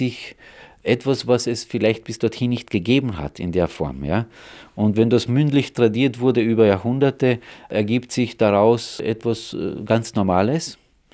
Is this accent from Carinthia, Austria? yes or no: yes; Carinthia, Austria; Also als Kärntner Slowene, geboren 65, ist ja doch schon ein bisschen Zeit lang her.